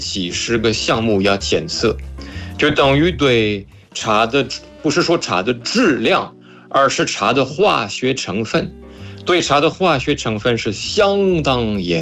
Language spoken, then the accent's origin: Chinese; France; Chinese is a second language; moved away as an adult; now in China; 我作为一个法国人，